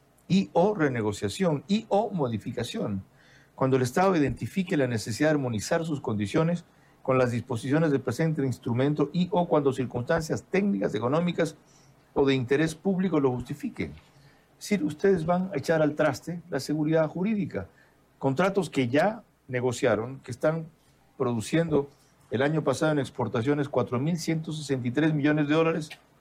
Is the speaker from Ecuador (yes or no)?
yes; Ecuador; Como decimos los montubios en mi tierra.